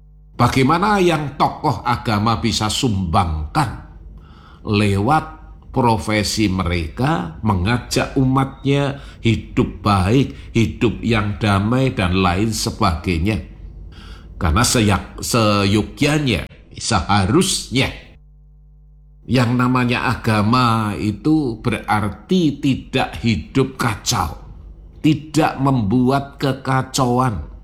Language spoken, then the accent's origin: Indonesian; Surakarta, Central Java, Indonesia; Kita orang Solo, tetangga kita orang Solo, teman kita orang Solo